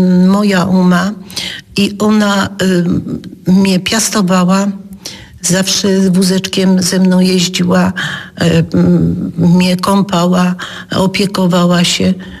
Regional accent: Silesian Voivodeship, Poland; accent: Silesian; ze Śląskiem, z jego historią, z tym, z tą tożsamością, co mówię zawsze o tym, że ja jestem stąd.

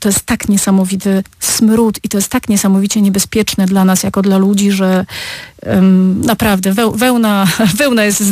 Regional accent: Opole Voivodeship, Poland; Ostatni cykl to był taki cykl związany z opolskim, z cementem, bo o tyle, tak jak wiesz, wychowałam się koło cementowni Odry.

